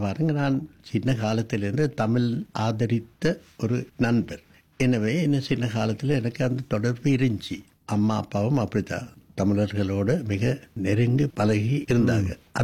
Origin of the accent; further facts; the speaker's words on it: Sri Lanka; first language Sinhala; Tamil is a second language; நான் ஒரு சிங்களவர்